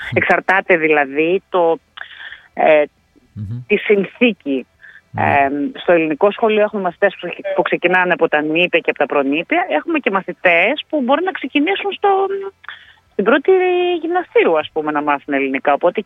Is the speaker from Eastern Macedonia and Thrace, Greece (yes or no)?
yes; Orestiada, Eastern Macedonia and Thrace, Greece; moved away as an adult; also born or lived in Thessaloniki; now in Melbourne, Australia; Γεννήθηκα και μεγάλωσα στην Ορφέαδα και τελείωσα σχολείο. Το τελείωσα εκεί το σχολείο. Δηλαδή, μέχρι και τα 18 ήμουν στην Ορφέαδα. Μετά έφυγα για σπουδές στη Θεσσαλονίκη και έμεινα στη Θεσσαλονίκη και μετά Μελβούρνη.